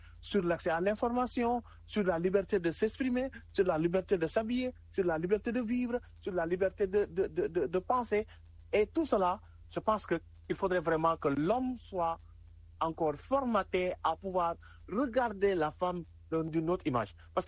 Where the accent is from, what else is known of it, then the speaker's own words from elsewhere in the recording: Senegal; nous sommes des hommes, nous sommes des Africains, nous sommes des Sénégalais.